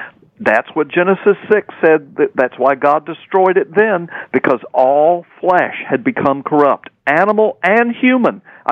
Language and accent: English; Michigan, United States; I was raised in Michigan for a few years in my early life, so I'm familiar with that.